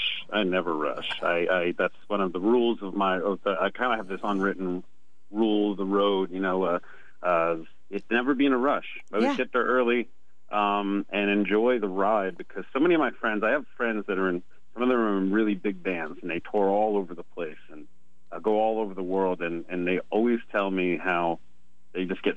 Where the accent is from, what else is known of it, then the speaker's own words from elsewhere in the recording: Long Island, New York, United States; moved away as an adult; Originally, I'm from New York, Long Island, and I spent about 23 years there. I moved out to Arizona, and I've been out in Arizona about 23 years